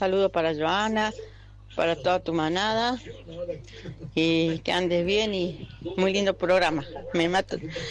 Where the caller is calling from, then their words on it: Río Gallegos, Santa Cruz, Argentina; de Río Gallegos